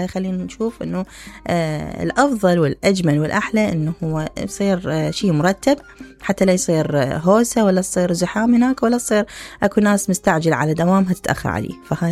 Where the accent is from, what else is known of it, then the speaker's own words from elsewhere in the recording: Iraq; أكو ظاهرة غريبة عجيبة إحنا قاعد تنتشر عندنا بالعراق